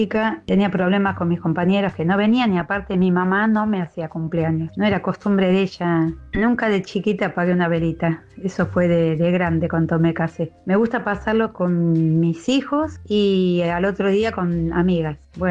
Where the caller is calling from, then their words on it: Buenos Aires, Argentina; de Caballito.